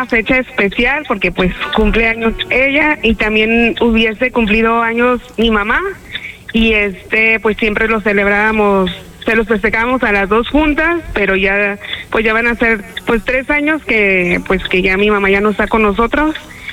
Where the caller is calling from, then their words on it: Guadalajara, Jalisco, Mexico; Somos de Lomas del Paradero.